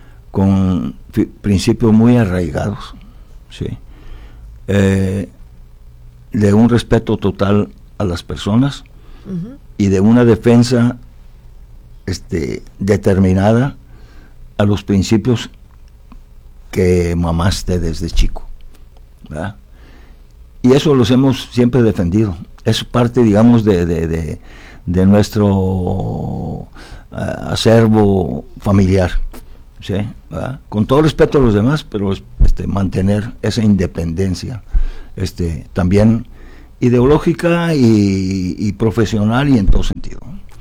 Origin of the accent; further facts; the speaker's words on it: Italy; now in Mexico; Yo vengo de Italia. Pues Baja California es la mitad de la superficie, exactamente la mitad de la superficie de Italia.